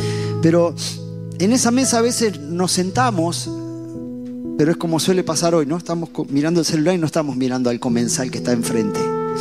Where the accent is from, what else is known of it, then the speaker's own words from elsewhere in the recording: Buenos Aires, Argentina; born there; yo nací en Capital, en un hogar, mi familia, mi papá, mi mamá, mi papá Miguel, mi mamá Betty, mis dos hermanas, una mayor y una menor. Yo nací en el año 74